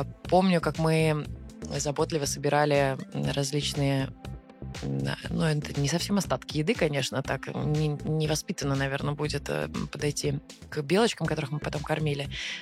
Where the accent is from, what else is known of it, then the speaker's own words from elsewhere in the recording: Moscow, Russia; Именно там прошло мое детство. Детство сознательное, я бы сказала, такой подростковый уже период. Мы родились с братом в Солнцево, а потом переехали поближе туда, к Фили.